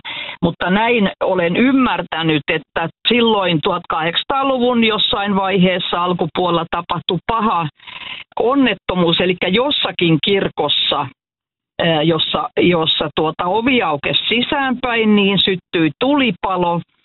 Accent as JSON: {"language": "Finnish", "town": "Vantaa", "region": "Uusimaa", "country": "Finland", "said": "Joo, mä oon vantaalainen paikallishistorian harrastaja."}